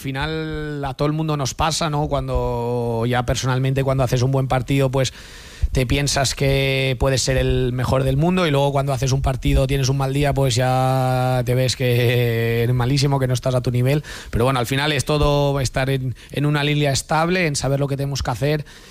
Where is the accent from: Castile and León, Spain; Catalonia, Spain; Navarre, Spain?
Catalonia, Spain; Alella; born there